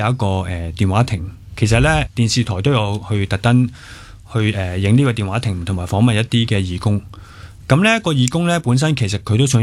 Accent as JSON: {"language": "Cantonese", "country": "Hong Kong", "moved": "yes", "lives_now": "Japan"}